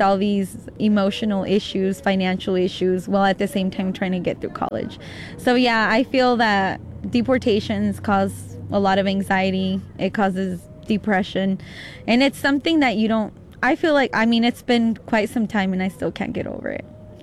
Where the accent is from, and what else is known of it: Liberal, Kansas, United States; born or raised there; also born or lived in Juárez, Mexico